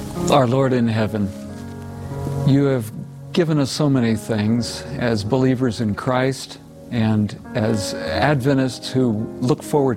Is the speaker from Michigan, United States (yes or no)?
no; Florida, United States; now in North Carolina, United States; I'm originally from South Florida, and I grew up there and learned a little bit of Spanish, and then did some ministry in Puerto Rico and went to school at Southern Missionary College.